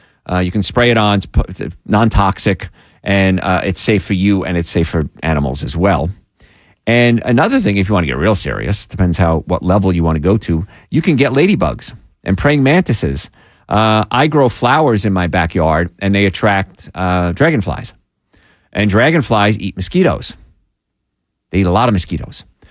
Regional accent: Louisiana, United States; I grew up in Cancer Alley. Right. It was called Cancer Alley because so many people had cancer.

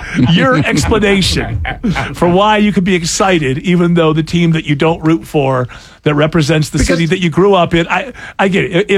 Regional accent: New York, United States; moved away as an adult; now in Atlanta, United States; I'm a Bills fan because I grew up in Western New York.

